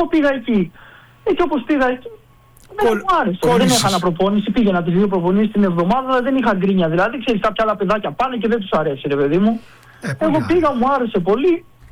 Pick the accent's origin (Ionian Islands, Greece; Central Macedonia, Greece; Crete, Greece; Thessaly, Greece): Thessaly, Greece; Larissa; Αλλά εντάξει, για μας τώρα είμαι Λαρισαίος, μεγάλωσα εκεί.